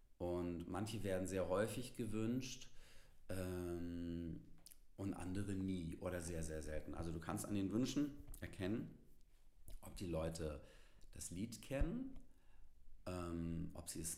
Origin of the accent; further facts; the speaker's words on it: Northern Germany, Germany; als Norddeutscher